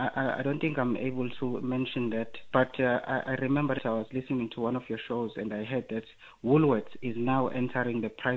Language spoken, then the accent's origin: English; South Africa; I'm a South African. I'm still young.